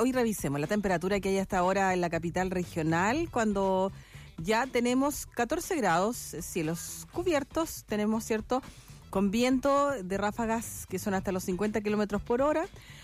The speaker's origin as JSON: {"language": "Spanish", "country": "Chile", "said": "entre todos somos solidarios, los chilenos lo podemos hacer"}